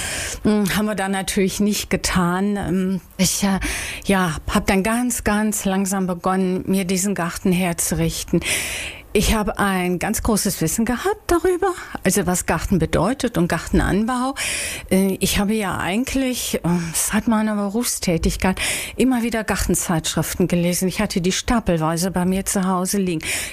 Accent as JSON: {"language": "German", "town": "Wuppertal", "region": "North Rhine-Westphalia", "country": "Germany", "tie": "born or raised there", "said": "Ich habe meine Kindheit am Rande von Wuppertal bei Düsseldorf verbracht"}